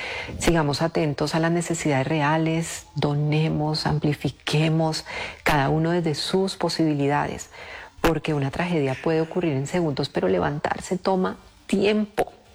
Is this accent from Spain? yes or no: no; Colombia; así somos los colombianos, empáticos, considerados.